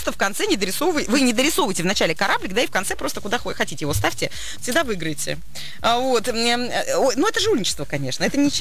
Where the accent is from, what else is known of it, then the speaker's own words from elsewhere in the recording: Saint Petersburg, Russia; Я переехала из Ленинграда в Санкт-Петербург в 10 лет. Из Ленинграда в Санкт-Петербург.